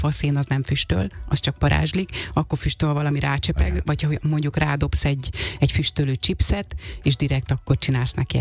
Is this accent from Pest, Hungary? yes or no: no; Békés, Hungary; Békés megyéből származom egyébként, és ott ez egy tradicionális süti